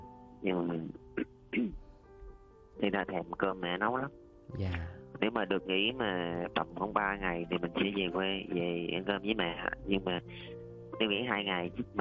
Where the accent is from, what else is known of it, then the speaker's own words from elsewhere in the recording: Lai Vung, Đồng Tháp, Vietnam; Dạ, ở Lai Dung, ở Đồng Tháp.